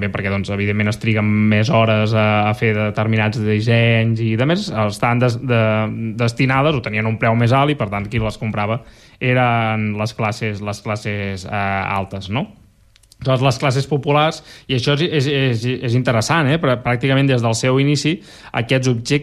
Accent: Catalonia, Spain; En castellà, tapetes. Però com que som catalans, tapets.

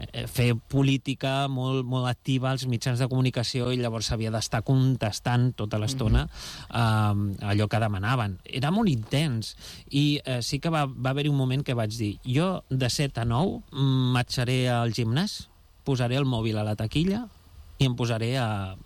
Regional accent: Badalona, Catalonia, Spain; moved away; Jo vivia a Llefià, la meva mare viu encara a Llefià, i quan vinc aquí a Badalona sóc de Llefià.

